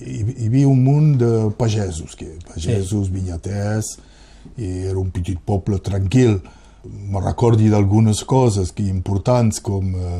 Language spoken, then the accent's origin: Catalan; Théza, Occitania, France; jo soc he nascut a Tesà